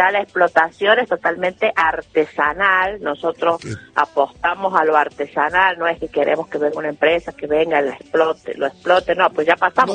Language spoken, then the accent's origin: Spanish; La Carolina, San Luis, Argentina